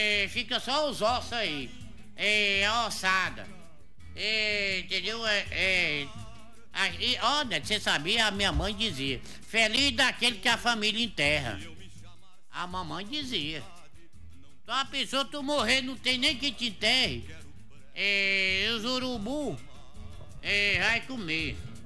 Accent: Ipu, Ceará, Brazil; born there; Só eu que nasci na maternidade, de 7 meses. Nasci numa cidadezinha de Ipu, no Ceará, Ipu.

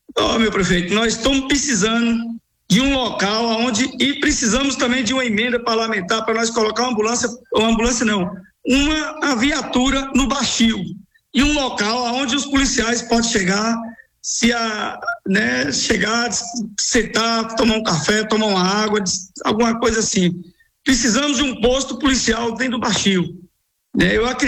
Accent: Iuiú, Bahia, Brazil; que eu sou natural de Uiú

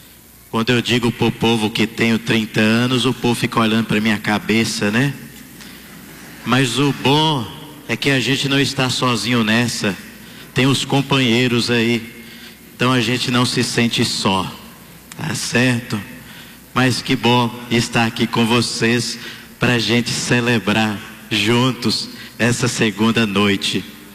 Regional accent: Tanque Novo, Bahia, Brazil; moved away as an adult; now in Jacaraci, Brazil; sou natural de Tanque Novo

